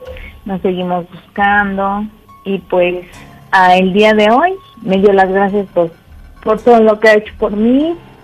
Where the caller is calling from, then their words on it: Mexico City, Mexico; Tengo 30 años y soy de Iztapalapa.